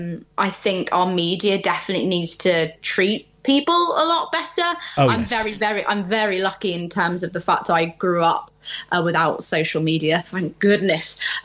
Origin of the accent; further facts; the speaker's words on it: United Kingdom; So I'm kind of very thankful that I'm British